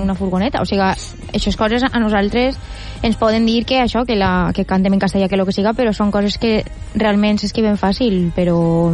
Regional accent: Oliva, Valencian Community, Spain; el meu poble, que és d'Oliva.

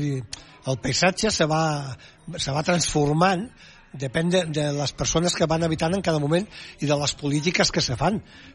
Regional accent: Catalonia, Spain; Jo, per exemple, que sóc de l'Empordà, que això no és cap mèrit, vull dir, he tingut sort. Però jo que soc de l'Empordà, que soc de la Costa Brava

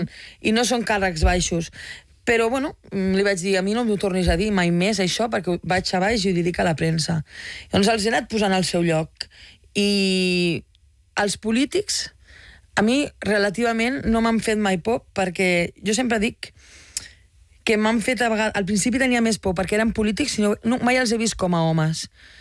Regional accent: Tarragona, Catalonia, Spain; nosaltres, jo sóc com tu, de Tarragona, i...

